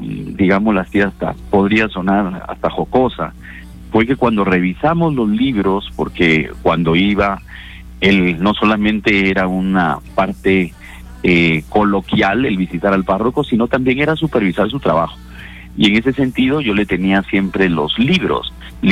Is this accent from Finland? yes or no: no; Peru; los lugares que somos del Perú profundo, las zonas rurales.